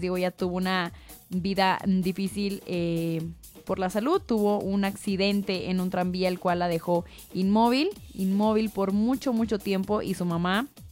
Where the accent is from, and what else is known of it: Mexico